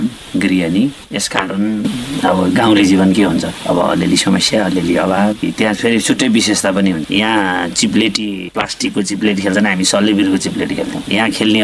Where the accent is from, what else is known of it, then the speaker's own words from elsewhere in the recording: Kavre, Bagmati, Nepal; मेरो घर काभ्रे हो, सिमथली कोसीबारी भुम्लु, म चाहिँ गाउँमा जन्मिया हुर्क्या